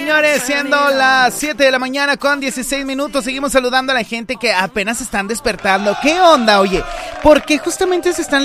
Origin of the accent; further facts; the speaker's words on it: Monterrey, Nuevo León, Mexico; los regiomontanos somos los más gastones.